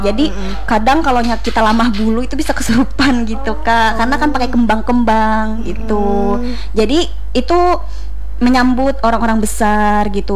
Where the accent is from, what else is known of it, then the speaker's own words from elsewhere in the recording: Banjar, South Kalimantan, Indonesia; Banjar sih, Kak, Banjar asli murni.